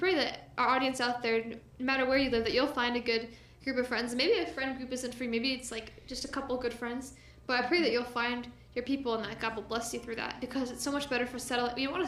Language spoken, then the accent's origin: English; Delaware, United States; now in Florida, United States; When I grew up in Delaware